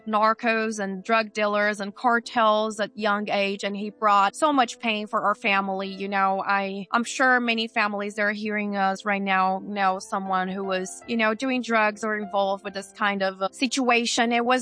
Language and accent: English; São Paulo, Brazil; born or raised there; now in United States